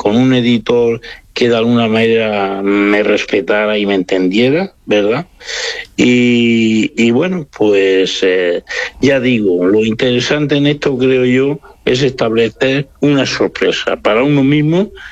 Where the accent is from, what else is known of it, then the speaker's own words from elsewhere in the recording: Aspe, Valencian Community, Spain; born there; Yo nací en Aspe, provincia de Alicante, y es el interior de Alicante, tirando al sur ya de la provincia.